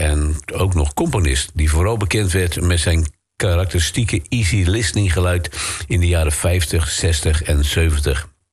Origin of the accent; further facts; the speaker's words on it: Rotterdam, South Holland, Netherlands; Kwam hij bij ons in Tuindorp, Vreewijk. Was een hele mooie wijk in Rotterdam.